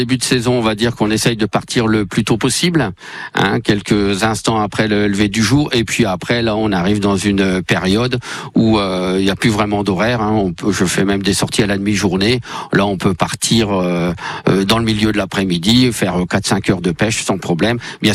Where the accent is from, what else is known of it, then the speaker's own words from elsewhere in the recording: Vitry-le-François, Grand Est, France; moved away; Enfant du pays, je suis né ici à Vitry-le-François.